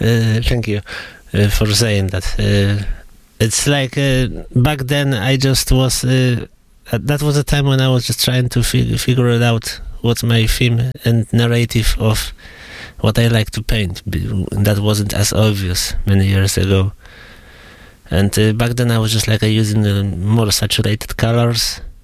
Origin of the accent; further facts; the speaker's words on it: Rumia, Pomeranian Voivodeship, Poland; English is a second language; now in Cambridge, United Kingdom; my hometown, Lumia